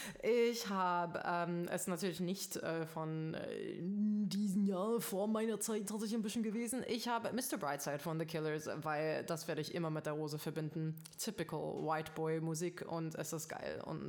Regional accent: South Africa; now in Jena, Germany; ich komme aus Südafrika

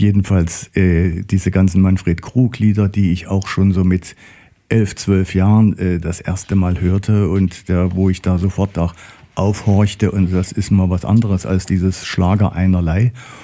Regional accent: Erfurt, Thuringia, Germany; Okay, also einen großen Teil meiner Kindheit und meiner Jugend habe ich in Erfurt verlebt.

